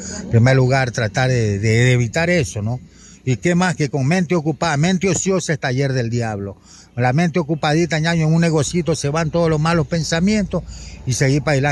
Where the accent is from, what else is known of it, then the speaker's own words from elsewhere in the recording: Manabí, Ecuador; now in Macas, Ecuador; me mandan de mi tierra natal, Manabí, de parte de Montecristo